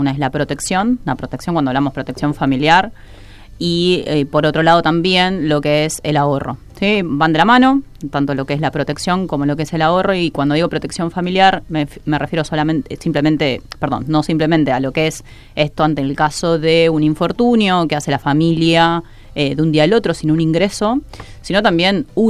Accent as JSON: {"language": "Spanish", "town": "Pergamino", "region": "Buenos Aires Province", "country": "Argentina", "said": "yo soy de Pergamino y, bueno, justo me encuentro acá trabajando también"}